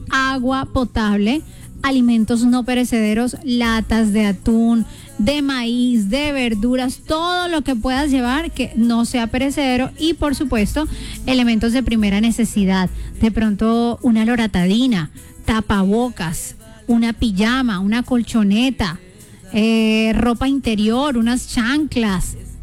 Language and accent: Spanish; Colombia; porque yo también soy colombiana